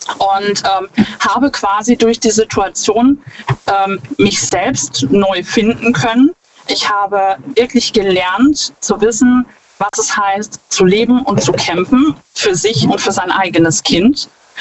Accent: Schwetzingen, Baden-Württemberg, Germany; Ich bin aus Schwetzingen.

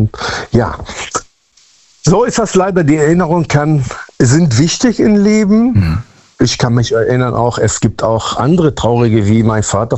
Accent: Münster, North Rhine-Westphalia, Germany; Aus Münster-Westfalen.

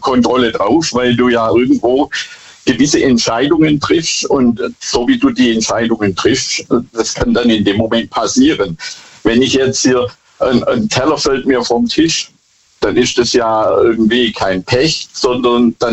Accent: Bad Boll, Baden-Württemberg, Germany; Hallo, hier ist … ich komme aus Bad Boll.

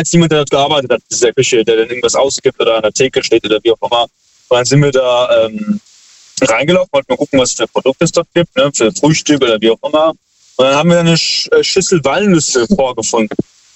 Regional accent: Heidelberg, Baden-Württemberg, Germany; Wir sind aus Heidelberg.

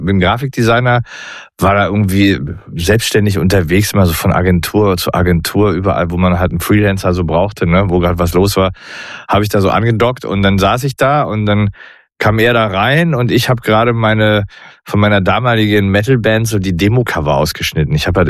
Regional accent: Berlin, Germany; Ich bin aus Berlin, ich war da schon, ich habe da gesessen, habe auf ihn gewartet quasi.

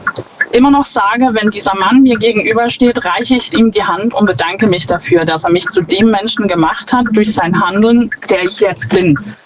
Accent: Schwetzingen, Baden-Württemberg, Germany; Ich bin aus Schwetzing.

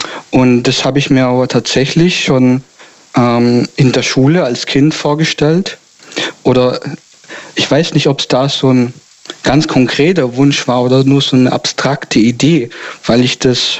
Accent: Baden-Württemberg, Germany; Ich komme aus der Gegend Stuttgart.

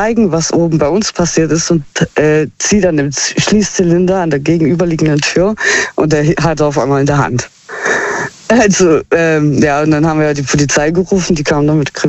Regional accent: Heilbronn, Baden-Württemberg, Germany; Aus Heilbronn.

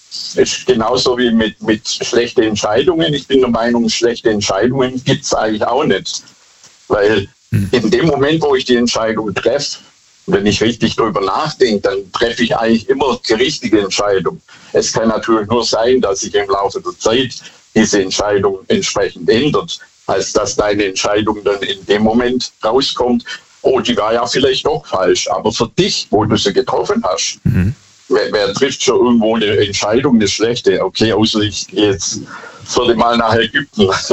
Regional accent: Bad Boll, Baden-Württemberg, Germany; ich komme aus Bad Boll.

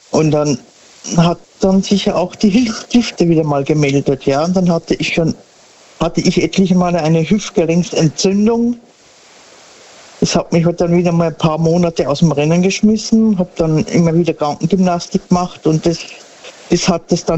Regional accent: Sinsheim, Baden-Württemberg, Germany; Aus der Ecke Sinsheim.

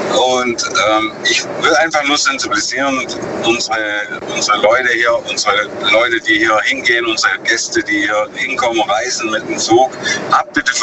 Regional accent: Lenningen, Baden-Württemberg, Germany; Ich bin aus Lenningen.

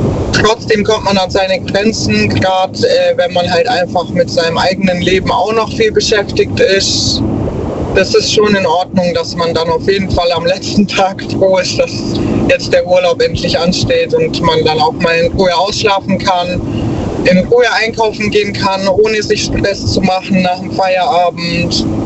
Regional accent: Ulm, Baden-Württemberg, Germany; Ich bin sehr gerne auch in meiner Heimat. Ich bin ja hier in Ulm auch geboren und ich bin super gerne hier

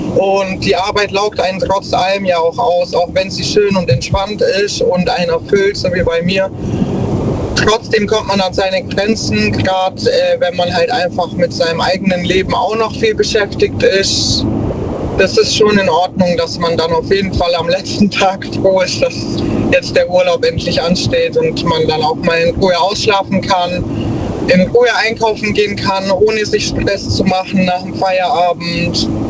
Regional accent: Ulm, Baden-Württemberg, Germany; gerne auch in meiner Heimat. Ich bin ja hier in Ulm auch geboren und ich bin super gerne hier.

